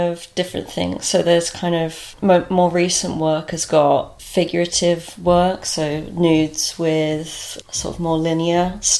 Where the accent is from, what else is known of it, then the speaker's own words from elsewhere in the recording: East of England, United Kingdom; also born or lived in Norwich; I studied at Norwich University of the Arts, and I'm from Norfolk. I was from a little village in Norfolk, and then moved to Norwich and studied there, and then did my History of Art MA after, but I've always stayed in Norfolk. I love Norfolk.